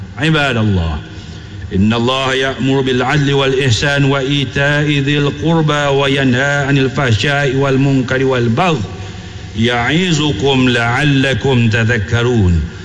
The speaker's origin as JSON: {"language": "Arabic", "country": "Malaysia", "said": "بلدنا ماليزيا"}